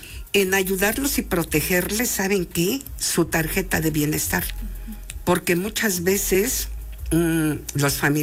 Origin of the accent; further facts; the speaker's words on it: San Diego Acapulco, Puebla, Mexico; yo que emano de y soy de la Junta Auxiliar de San Diego Acapulco, pues esa parte es arenosa